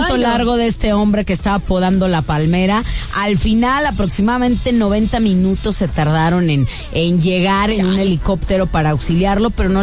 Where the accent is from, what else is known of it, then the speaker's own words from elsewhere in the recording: Mexico; now in San Jose, United States; Mexicanos somos